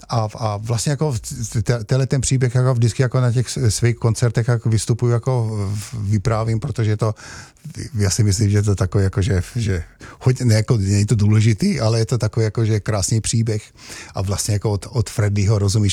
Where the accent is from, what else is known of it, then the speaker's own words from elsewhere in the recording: Šahy, Nitra Region, Slovakia; moved away; also born or lived in Šaľa, Slovakia; já jsem se narodil v Šale, bydleli jsme tam 3 roky a rodiče pak se odstěhovali do Šahy, je to hraniční přejezd, je to 60 kilometrů do Pešti